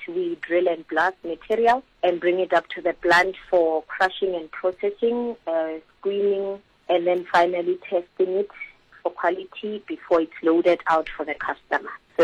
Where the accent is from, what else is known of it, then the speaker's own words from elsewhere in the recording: Polokwane, Limpopo, South Africa; I am originally from Polokwane in Limpopo